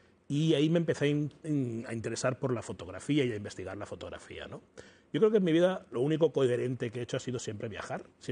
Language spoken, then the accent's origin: Spanish; Barcelona, Catalonia, Spain; siempre había estado en Barcelona, en la ciudad.